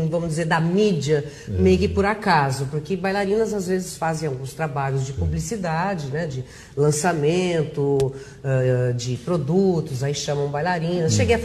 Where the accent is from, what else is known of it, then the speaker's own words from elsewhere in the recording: Campinas, São Paulo, Brazil; also born or lived in Rio de Janeiro; Sou nascida no Rio de Janeiro, pais alemães, imigrantes, né, pós-guerra. E me criei em Campinas, né?